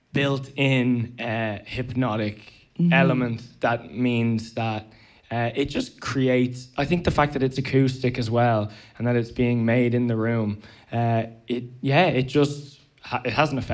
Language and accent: English; Ireland; I am Irish